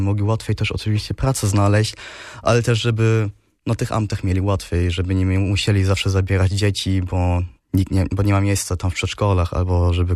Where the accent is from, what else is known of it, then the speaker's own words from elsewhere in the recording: Berlin, Germany; się tutaj urodziłem w Berlinie i wychowywałem się tutaj w Berlinie i też działam politycznie w Berlinie